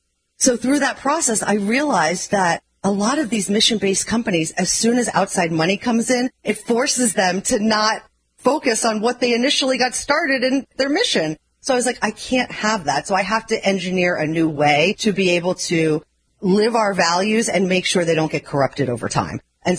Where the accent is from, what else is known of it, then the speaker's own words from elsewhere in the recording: Moorestown, New Jersey, United States; also born or lived in Boston; Interestingly enough, I was born in Boston, but when I was four, we moved to right outside of Philadelphia, a town called Moorestown. It's by Cherry Hill.